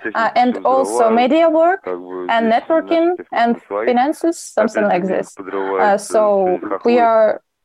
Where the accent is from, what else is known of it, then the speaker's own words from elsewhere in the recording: Mykolaiv, Mykolaiv Oblast, Ukraine; now in Kyiv, Ukraine; I'm constantly moving from Mykolaiv to Kyiv because Mykolaiv is my hometown and Kyiv is the main location of Solidarity Collectives, our headquarter placed in Kyiv. So that's why I'm also living in Kyiv.